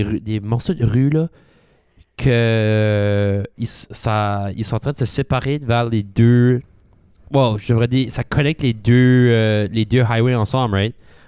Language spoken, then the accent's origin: French; Quispamsis, New Brunswick, Canada; moi, chez nous, à Kuspam, puis à Rotse